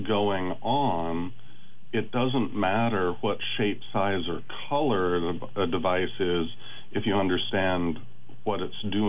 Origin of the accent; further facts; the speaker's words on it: Meadow Lakes, Alaska, United States; Well, I actually grew up in the Meadow Lakes area, so I'm a graduate of Wasilla High.